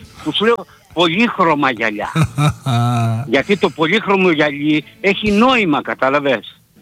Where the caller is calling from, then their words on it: Skiathos, Thessaly, Greece; Εγώ σαν τόπιο στοιχείο και σαν Σκιαθίδης, όπως και εσύ, αισθάνομαι ότι είμαι ξένος στον τόπο μου, ξένος εντελώς.